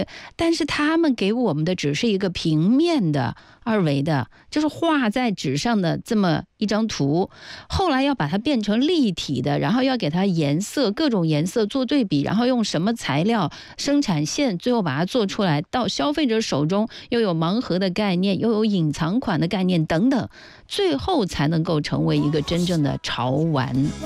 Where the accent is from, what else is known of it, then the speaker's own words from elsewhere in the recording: China; 作为中国人